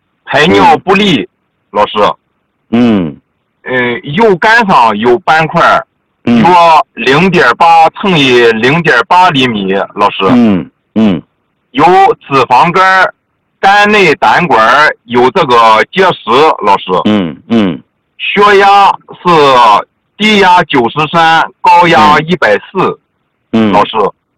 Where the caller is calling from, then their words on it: Tai'an, Shandong, China; 我是来自泰安一名新学员，